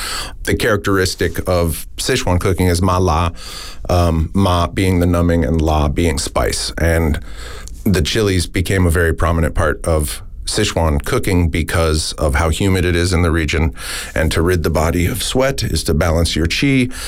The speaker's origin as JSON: {"language": "English", "region": "Arizona", "country": "United States", "tie": "born or raised there", "said": "Tina and I grew up in Arizona."}